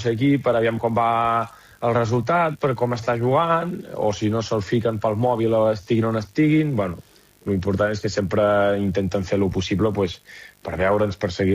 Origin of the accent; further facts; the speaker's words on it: Vic, Catalonia, Spain; Bueno, és normal, jo soc de Vic, què vols, fill meu?